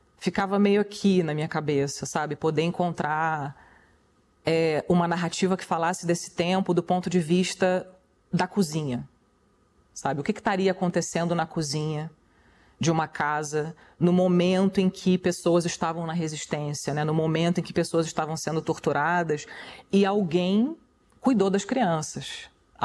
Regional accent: Petrópolis, Rio de Janeiro, Brazil; born there; eu nasci em Petrópolis, uma cidade que teve um papel, uma figura muito sinistra na época da ditadura

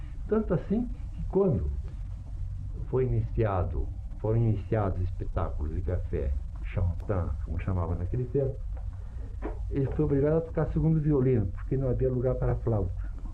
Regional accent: São Paulo, Brazil; Nasci em São Paulo, a 3 de setembro de 1897, na Rua Xavier de Toledo, que naquele tempo denominava-se Rua do Paredão.

